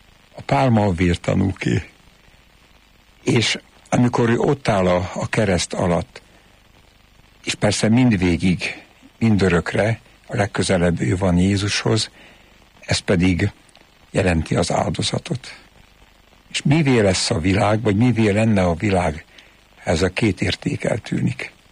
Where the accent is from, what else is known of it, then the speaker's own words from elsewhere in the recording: Tápiószele, Pest, Hungary; born there; én Tápióshűben születtem